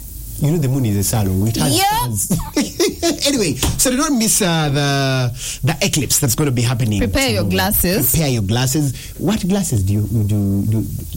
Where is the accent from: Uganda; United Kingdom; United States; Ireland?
Uganda; We told them, we're from Uganda.